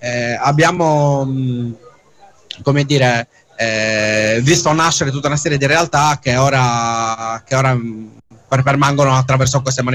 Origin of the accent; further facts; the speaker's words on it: Cagliari, Sardinia, Italy; accent: Cagliaritano; il nostro accento cagliaritano ci tradisce.